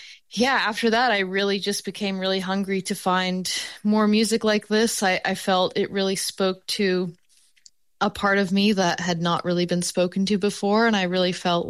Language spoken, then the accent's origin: English; Perth County, Ontario, Canada; I'm an artist from Perth County, Ontario.